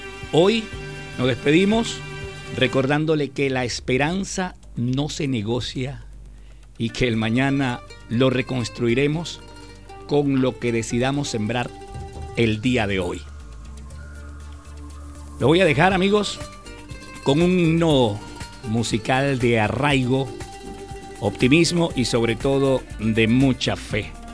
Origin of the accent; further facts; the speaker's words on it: Venezuela; el amor inquebrantable por esta Venezuela que nos vio nacer, crecer y formarnos.